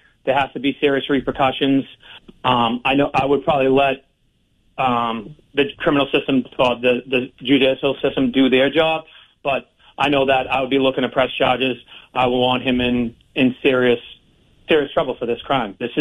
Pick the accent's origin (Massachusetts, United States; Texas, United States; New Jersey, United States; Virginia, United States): Massachusetts, United States; Boston; I'm born and raised in South Boston. I'm 42 years old. My parents are from South Boston.